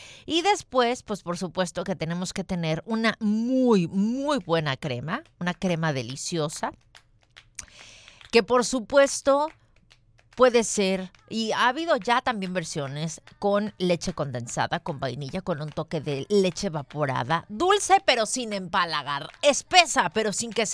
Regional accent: Mexico; como los mexicanos solemos hacerlo

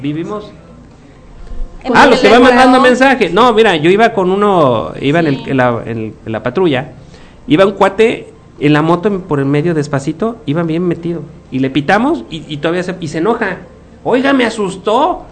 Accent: Mexico; porque somos mexicanos.

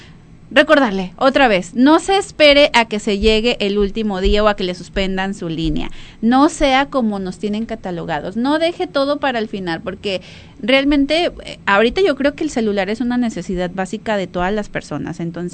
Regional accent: Mexico; ¿por qué nos tienen catalogados así a los mexicanos?

